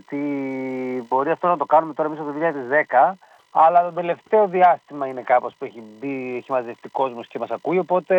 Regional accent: Crete, Greece; moved away as an adult; now in Athens, Greece; Εμείς μεγαλώσαμε στην Κρήτη μεν, αλλά τα τελευταία χρόνια ζούμε στην Αθήνα, τα τελευταία 16 χρόνια.

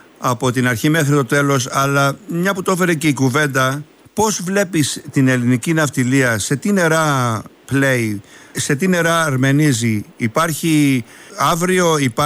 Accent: Greece

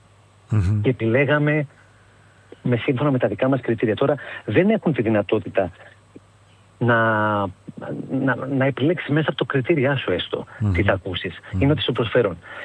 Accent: Arta, Epirus, Greece; now in Athens, Greece; Δεν είμαι από Κέρκυρα, είμαι από Άρτα.

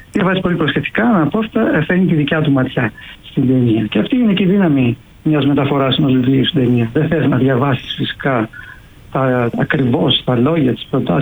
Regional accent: Greece

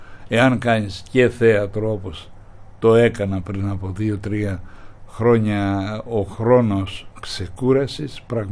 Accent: Anogeia, Crete, Greece; also born or lived in Heraklion, Greece / Chania, Greece; Εγώ είμαι κριτικός. Το χωριό μου είναι τα Νόγια και η πόλη μου είναι τα Χανιά. Στο Ηράκλειο διαμορφώθηκε ο χαρακτήρας μου, φεύγοντας από τα Νόγια 11 χρονών μέχρι τα 16-17

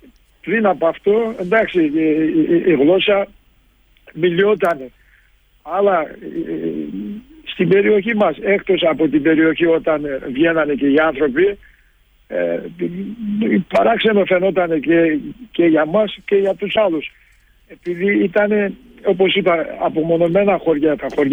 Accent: Kalisti, Trabzon, Turkey; also born or lived in Istanbul; γεννημένος και μεγαλωμένος εδώ στο χωριό Καλίστη των Σουρμένων.

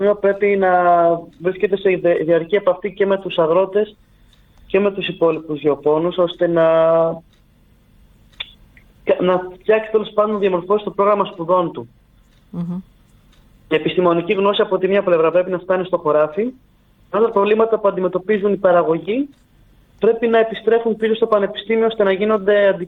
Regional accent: Volos, Thessaly, Greece; είμαστε από τη Θεσσαλία και από το Βόλο

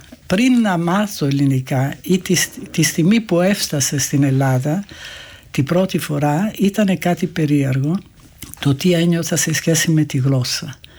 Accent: Grosseto, Tuscany, Italy; moved away as an adult; also born or lived in Florence / Rome / Thessaloniki; Γεννήθηκα στο Γκροσέτο, στη Τοσκάνα, και πήγα να σπουδάσω στη Φλωρεντία. Στο Γκροσέτο πρέπει να πω δεν είχα πολύ καλές σχέσεις με την πόλη. Αισθανόμουν κάπως ξένη στην πόλη μου.

